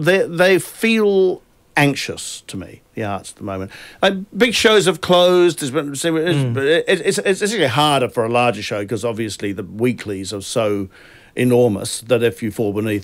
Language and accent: English; New Zealand; because I grew up in New Zealand, much smaller population.